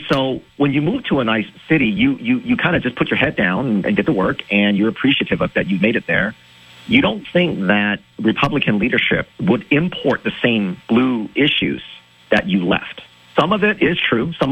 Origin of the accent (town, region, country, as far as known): California, United States